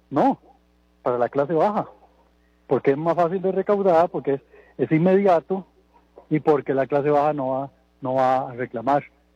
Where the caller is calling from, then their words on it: Costa Rica; de San Rafael de Jodiagua.